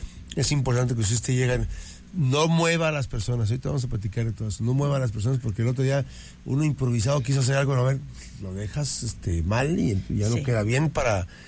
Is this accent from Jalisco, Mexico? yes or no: no; Mexico City, Mexico; moved away; Hace años que me vine de México porque temblaba el DF.